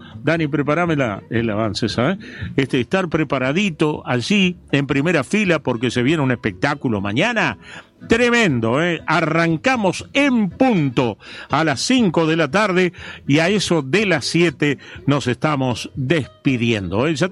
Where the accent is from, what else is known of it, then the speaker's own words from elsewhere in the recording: María Grande, Entre Ríos, Argentina; No, yo soy de María. La mejor, ¿no es cierto? ¿Vas a comparar Viale con María Grande? No, jamás.